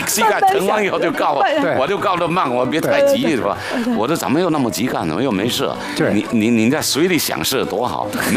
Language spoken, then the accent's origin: Chinese; Shantou, Guangdong, China; 我是广东人汕头的，我们家在海边，所以呢从小就好游泳，